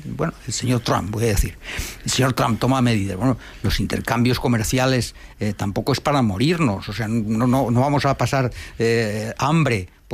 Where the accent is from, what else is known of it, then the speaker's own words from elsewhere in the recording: Chamberí, Community of Madrid, Spain; O sea, yo soy de Chamberí.